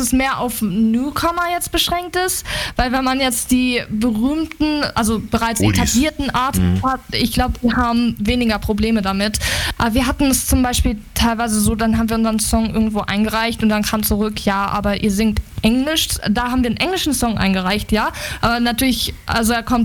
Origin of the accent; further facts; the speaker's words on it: Germany; wir sind aber ja deutsche Artists